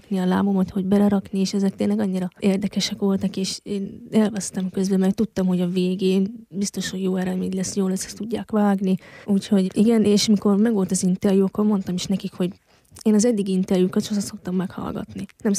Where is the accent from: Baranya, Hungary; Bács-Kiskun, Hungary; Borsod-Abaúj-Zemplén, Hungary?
Borsod-Abaúj-Zemplén, Hungary; Miskolc; hiszen Miskolc születésű vagyok, itt élek 22 éve